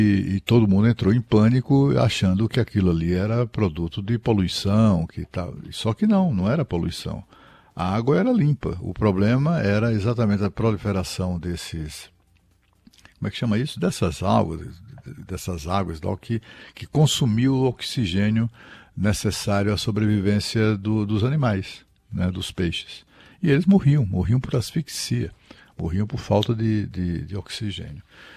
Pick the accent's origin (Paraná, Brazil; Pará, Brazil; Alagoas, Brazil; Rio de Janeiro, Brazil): Alagoas, Brazil; now in Brasília, Brazil; na minha terra, quem a conhece sabe o que eu estou falando, e não por acaso se chama Alagoas, exatamente em razão das lagoas gigantescas que nós temos lá